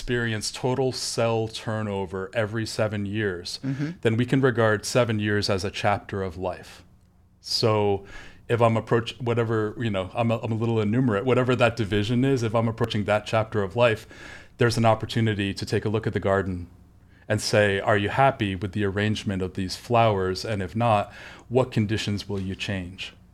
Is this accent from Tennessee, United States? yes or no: no; Albany, New York, United States; I grew up in the 1980s, and in the K-12 system in the U.S., I grew up around the Albany area in cow country.